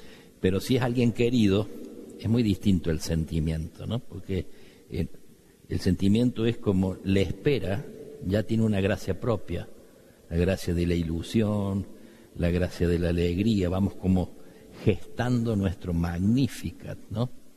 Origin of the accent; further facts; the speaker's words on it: Córdoba, Argentina; Los argentinos y los cordobeses estamos como signados por las visitas.